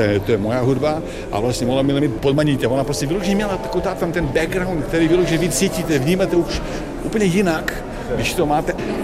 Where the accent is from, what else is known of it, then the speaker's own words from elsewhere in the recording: Serbia; moved away as an adult; also born or lived in Prague, Czechia; Já jsem z Balkánu, ze Srbska, a šel jsem studovat do Prahy.